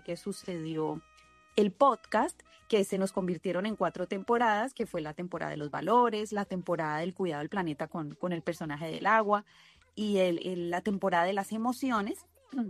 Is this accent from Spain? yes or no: no; Cali, Valle del Cauca, Colombia; yo soy de Cali, esto sucedió aquí en Cali con el grupo de teatro El Telón de Cali